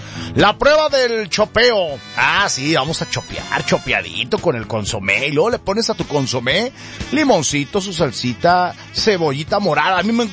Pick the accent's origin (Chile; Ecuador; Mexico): Mexico; San Pedro de Rosales, Sinaloa; now in Guadalajara, Mexico; Allá en mi pueblo, San Pedro de Rosales, municipio de Navolato, Sinaloa.